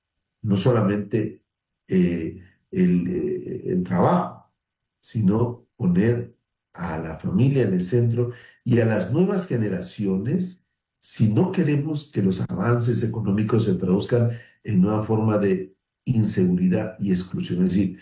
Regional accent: Tumbes, Peru; Les saludo desde Piura, Catacaos. Saludar a mis hermanos del norte. Yo soy de Tumbes.

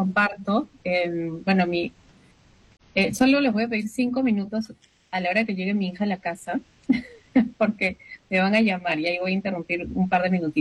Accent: Quito, Pichincha, Ecuador; born there; Yo soy de Quito, originalmente. Yo nací en Quito. Mi papá es ecuatoriano y mi mamá es peruana. Tengo 43 años

